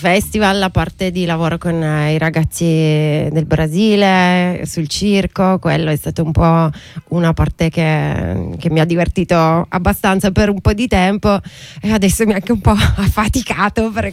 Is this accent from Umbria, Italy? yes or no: no; Turin, Piedmont, Italy; Ma stravolgono anche noi torinesi.